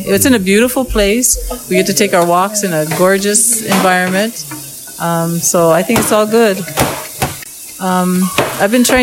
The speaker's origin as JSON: {"language": "English", "town": "Leavenworth", "region": "Washington", "country": "United States", "tie": "born or raised there", "said": "No, I was born. I grew up in Leavenworth, Washington."}